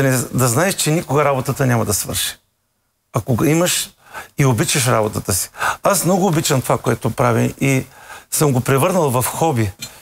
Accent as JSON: {"language": "Bulgarian", "town": "Polski Trambesh", "region": "Veliko Tarnovo Province", "country": "Bulgaria", "tie": "born or raised there", "moved": "yes"}